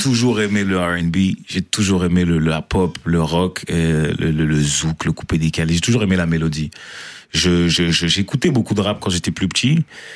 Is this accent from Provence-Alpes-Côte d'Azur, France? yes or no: yes; Marseille, Provence-Alpes-Côte d'Azur, France; born there; Moi, je suis né quand même en 1996, je suis né à Marseille